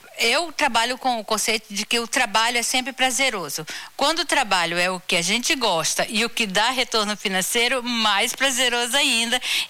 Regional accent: Mâncio Lima, Acre, Brazil; now in Rio Branco, Brazil; eu sou de Manso Lima

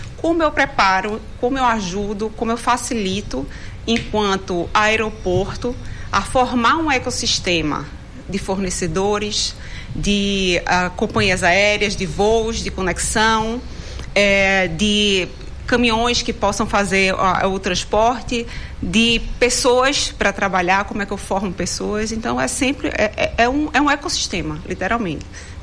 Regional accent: Pernambuco, Brazil; now in Manaus, Brazil; ele é paraibano, eu sou pernambucana, a gente se identificou pelo sotaque.

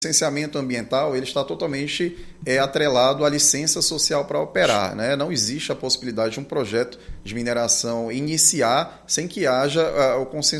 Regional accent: Pará, Brazil; nós como paraenses

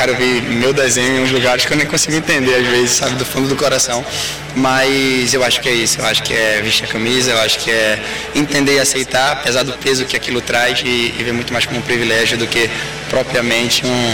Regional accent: João Pessoa, Paraíba, Brazil; Bom, eu sou de João Pessoa, comecei a praticar o surf em Baía Formosa.

